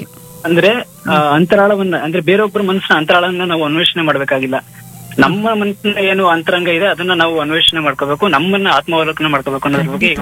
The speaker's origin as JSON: {"language": "Kannada", "town": "Mukkadahalli", "region": "Karnataka", "country": "India", "tie": "born or raised there", "moved": "as an adult", "lives_now": "Mysuru, India", "said": "Madam ನಮ್ದು ಚಾಮರಾಜನಗರ ಮೂಲತಃ, ಅಲ್ಲಿ ಮುಕ್ಕಡಹಳ್ಳಿ ಅಂತ ನಮ್ಮ ಊರು."}